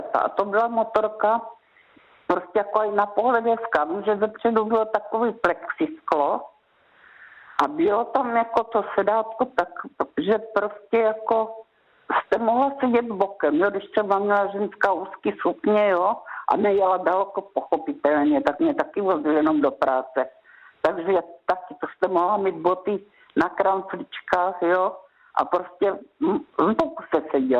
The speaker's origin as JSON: {"language": "Czech", "town": "Olomouc", "region": "Olomouc Region", "country": "Czechia", "tie": "born or raised there", "said": "já jsem jezdila jako holka k dědečkovi na Svatý kopeček, protože jsem bydlela v Olomouci"}